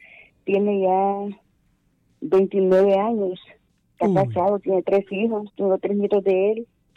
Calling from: Honduras; De Palos Blancos, Villa San Antonio.

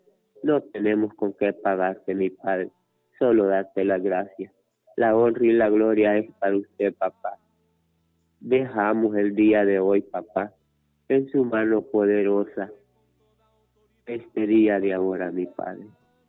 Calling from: Choluteca, Honduras; Le llamamos de Choluteca, Barrio La Ceiba

